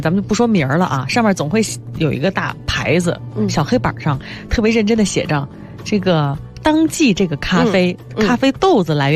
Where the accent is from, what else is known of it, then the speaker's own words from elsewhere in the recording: China; 它可能对我们中国人来说，就像喝茶一样的，成为我们生活中有的时候会有些人认为必不可或缺的一部分。